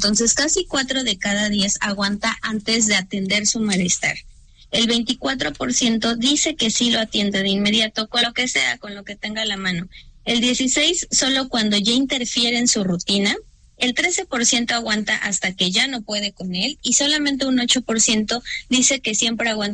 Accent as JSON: {"language": "Spanish", "country": "Mexico"}